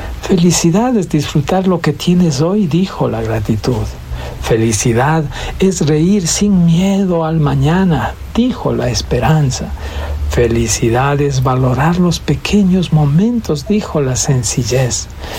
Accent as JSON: {"language": "Spanish", "country": "Ecuador"}